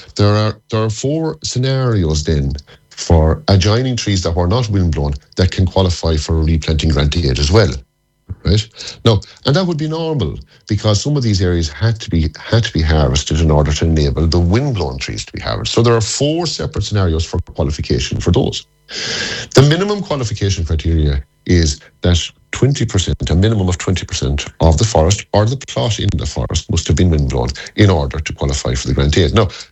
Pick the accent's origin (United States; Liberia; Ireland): Ireland; Connacht; I come from East Galway.